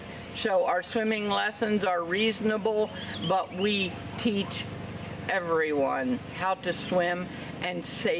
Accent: East Coast, United States; moved away as an adult; now in Lynch, United States; I'm from the East Coast

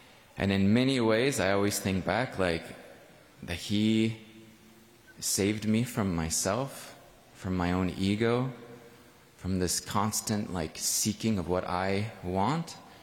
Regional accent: Nebraska, United States; moved away as an adult; now in Philadelphia, United States; I never say I'm from Philadelphia. I'm always like, well, I'm from Nebraska, but I live in Philadelphia.

